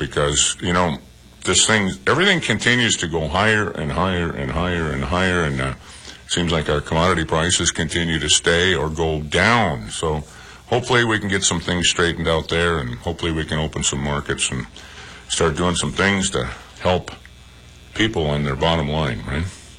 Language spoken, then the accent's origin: English; Watonwan County, Minnesota, United States; also born or lived in Owatonna; Wes and I grew up together down in Watwan County